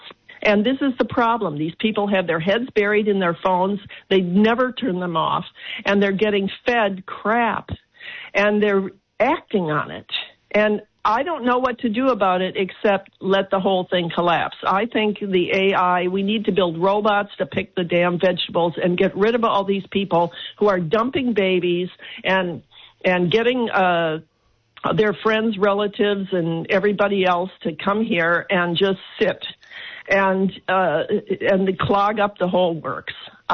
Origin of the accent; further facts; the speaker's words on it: Chicago, Illinois, United States; I was looking when I grew up in Chicago. I saw these pretty high-rise buildings on the south side